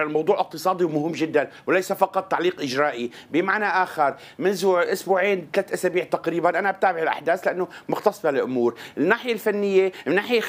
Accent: Syria; هلا هذا الشيء بيؤدي إنه أنا كمواطن سوري عم أشعر بقلق

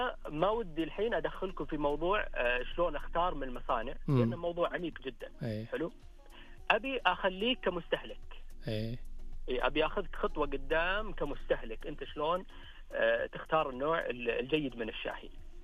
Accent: Saudi Arabia; حنا كسعوديين

